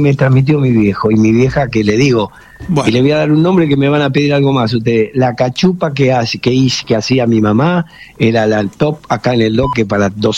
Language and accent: Spanish; Avellaneda, Buenos Aires Province, Argentina; born there; also born or lived in Ensenada; yo nací en Avellaneda dentro de la comunidad y también viví en Ensenada con la otra comunidad